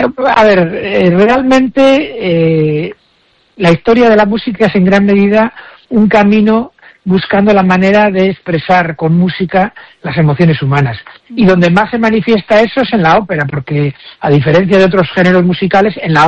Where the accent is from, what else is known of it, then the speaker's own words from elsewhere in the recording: Galicia, Spain; Seguimos siendo gallegos aunque hayamos nacido en otra parte del mundo.